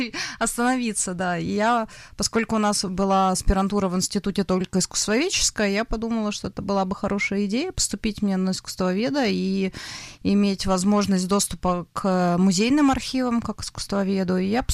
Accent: Novokuznetsk, Kemerovo Oblast, Russia; born there; Я родилась в Сибири. В городе Новокузнецке.

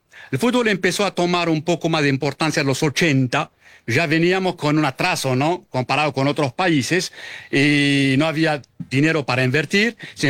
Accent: Algeria; Y también acá se aprovecha mucho porque no somos como Argentina que va a todos los mundiales. Argelia va cada dos, tres mundiales. El último fue Brasil, donde pasamos a la segunda vuelta

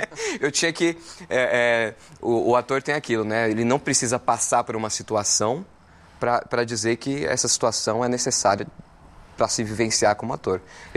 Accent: São Paulo, Brazil; Sou do Campo Limpo, Santo Amaro.

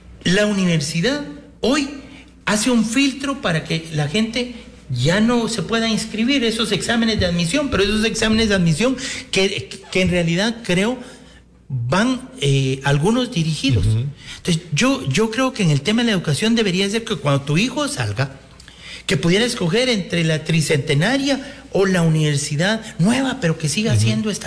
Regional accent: Guatemala; pero yo sí creo que como guatemaltecos o como jóvenes o los que deseen estudiar deberían de tener una, claro, alternativa

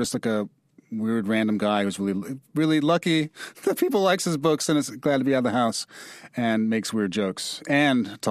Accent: New York, United States; And I grew up in New York in the 80s, where you hear about Michael Griffith, Eleanor Bumpers.

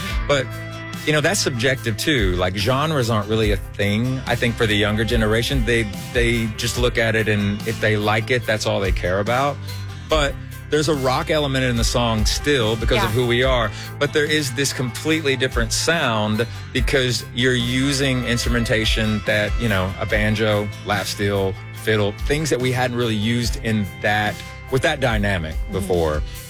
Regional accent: Knoxville, Tennessee, United States; I grew up in Knoxville, Tennessee.

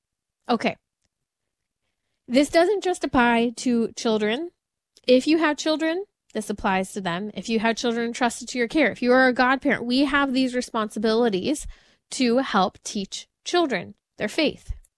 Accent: United States; being an American

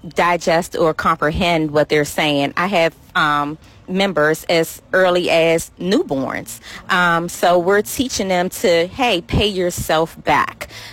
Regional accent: Washington, District of Columbia, United States; Growing up in Southeast Washington, D.C., I was always a recipient of back-to-school events.

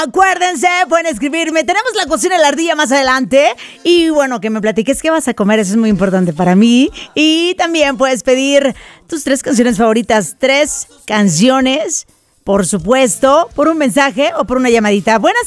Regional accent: Mazatlán, Sinaloa, Mexico; se me antojó un coco natural, de esos que allá hay en mi tierra, allá en Mazatlán, Sinaloa

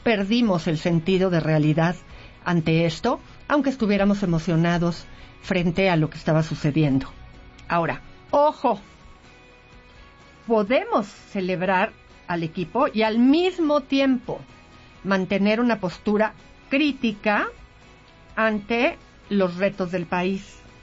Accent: Mexico; Somos mexicanos y mexicanas.

